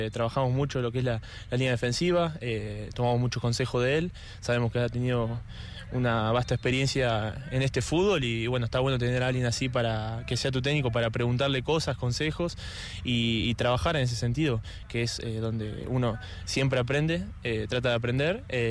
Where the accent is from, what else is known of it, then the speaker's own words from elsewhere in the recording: Córdoba, Argentina; moved away; yo soy de Córdoba, del interior, de Córdoba, de un pueblo.